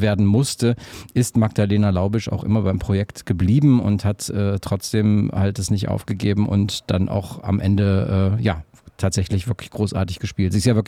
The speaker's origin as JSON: {"language": "German", "town": "Aachen", "region": "North Rhine-Westphalia", "country": "Germany", "tie": "born or raised there", "said": "Also in Aachen spricht man auch so, deswegen kenne ich das ganz gut, da bin ich aufgewachsen tatsächlich in der Ecke."}